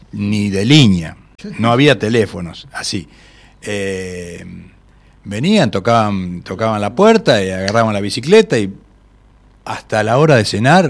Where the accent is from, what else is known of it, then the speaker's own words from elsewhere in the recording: Zárate, Buenos Aires Province, Argentina; Yo me crié en Rivadavia y Ubaldo Fernández